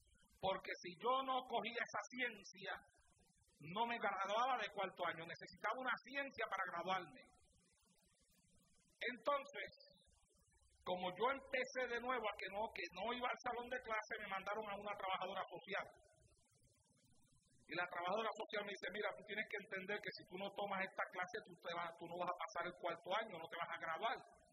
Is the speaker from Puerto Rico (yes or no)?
yes; Santa Isabel, Puerto Rico; me iba yo solo a la playa de mi pueblo en Puerto Rico, en Santa Isabel